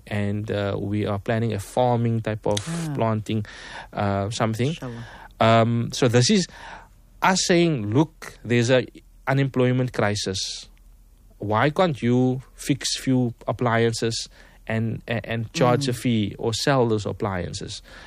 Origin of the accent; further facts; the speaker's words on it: Cape Town, Western Cape, South Africa; I grew up in Lavendale.